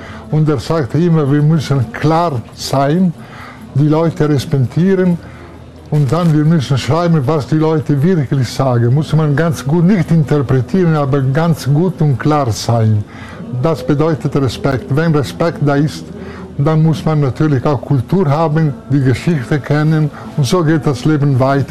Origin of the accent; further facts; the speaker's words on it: Bolzano, Trentino-Alto Adige, Italy; born there; German is a second language; Ja, ich bin in Bozen geboren